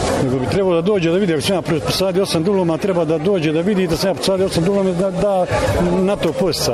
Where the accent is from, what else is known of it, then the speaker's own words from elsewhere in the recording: Podhum, Bosnia & Herzegovina; ja sam iz Podhuma, selo Podhuma.